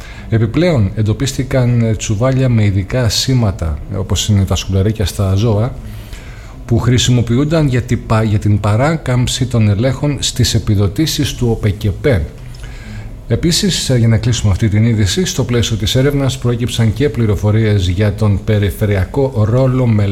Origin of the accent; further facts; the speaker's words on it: Crete, Greece; ειδικά σαν κριτικός, να γίνονται κάτι τέτοια στο νησί μου